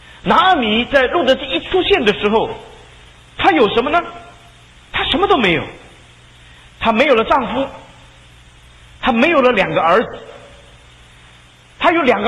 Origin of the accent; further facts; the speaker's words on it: China; 今天有一些弟兄姐妹在这个世界上，不单是我们中国人，还有很多的弟兄姐妹